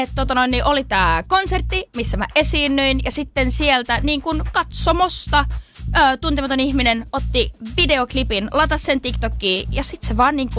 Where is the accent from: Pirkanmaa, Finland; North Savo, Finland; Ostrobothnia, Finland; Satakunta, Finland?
Ostrobothnia, Finland; Vaasa; moved away as an adult; now in Helsinki, Finland; Mä tuun Vaasasta, sainasin levytyssopparin ja muutin samantien Helsinkiin.